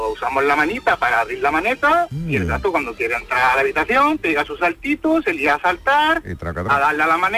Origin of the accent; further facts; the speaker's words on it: Moriles, Andalusia, Spain; now in Palma de Mallorca, Spain; soy de Córdoba, soy de un pueblecito de Córdoba.